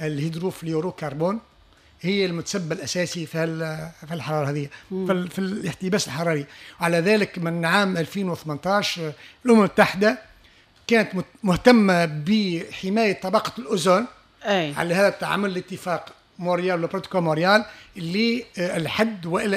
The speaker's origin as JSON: {"language": "Arabic", "country": "Tunisia"}